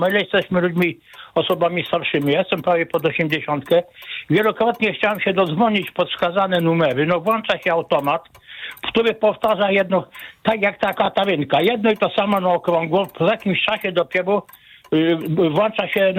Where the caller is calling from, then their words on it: Radomsko, Łódź Voivodeship, Poland; ja dzwonię z Radomska.